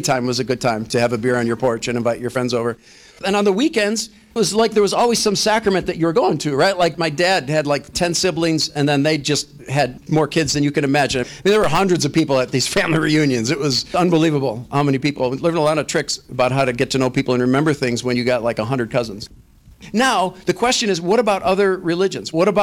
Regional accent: Lincoln Park, Michigan, United States; So, I had six older sisters and no brothers, and we grew up in Lincoln Park, Michigan, on a 1,000-square-foot home with one main bathroom.

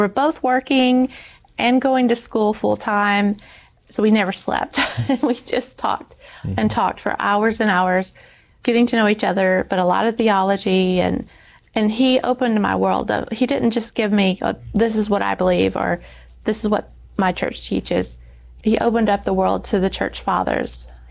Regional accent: Alabama, United States; also born or lived in Louisiana; my whole family's from Louisiana, but my dad had been transferred when my brothers were young, and we lived a total of 16 years in Alabama where I was born. When we moved back to Louisiana, it was during

